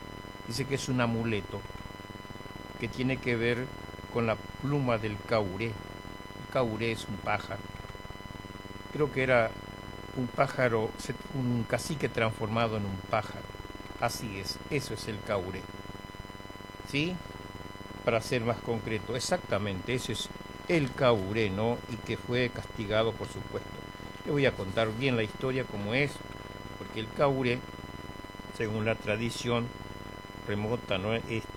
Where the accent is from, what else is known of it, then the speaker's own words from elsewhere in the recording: Presidencia de la Plaza, Chaco, Argentina; born there; now in Ushuaia, Argentina; Saludamos a la gente de mi pueblo, Presidencia de la Plaza, Chaco, mi pueblo.